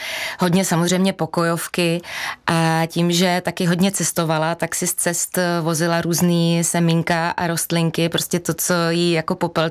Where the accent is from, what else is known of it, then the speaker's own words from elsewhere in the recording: Mělník, Central Bohemian Region, Czechia; also born or lived in Benešov / Myšlín; now in Podkrkonoší, Czechia; Narodila jsem se tam v porodnici, pak jsem žila 4 roky na statku v Myšlíně a pak jsem se přestěhovala do toho Mělníka zmíněného.